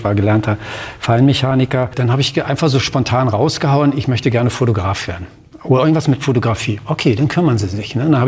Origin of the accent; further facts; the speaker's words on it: East Germany, Germany; denn ich bin in der DDR groß geworden, bin dort sozialisiert, war im Gefängnis.